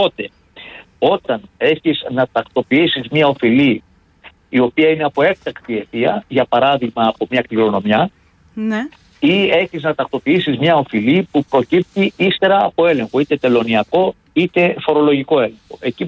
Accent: Spetses, Attica, Greece; Έχετε επαφή από τις Σπέτσες. Έχετε επαφή με το νησί μου.

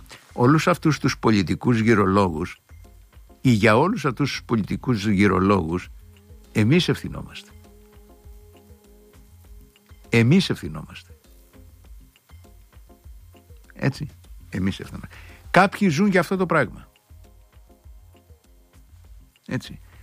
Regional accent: Crete, Greece; Εντάξει, στη Βόρεια Ελλάδα θα πεις, ρε παιδί μου, αλλά στο χωριό μου στην Κρήτη, στο Λασίθι, πάνω στη δίκτυα να πέσει χιόνι.

